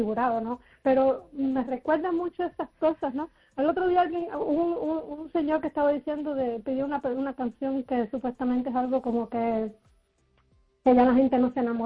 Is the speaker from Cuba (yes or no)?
yes; Cuba; now in Spain